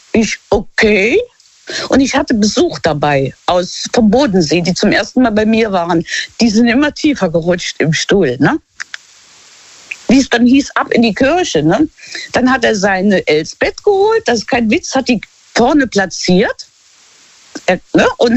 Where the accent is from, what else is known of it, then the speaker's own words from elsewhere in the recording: Luxembourg; und dieses Gemäldekaffee heißt das bei uns in Luxemburg